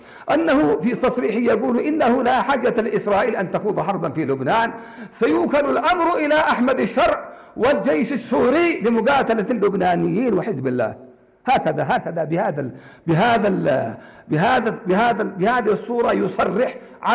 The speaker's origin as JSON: {"language": "Arabic", "country": "Yemen"}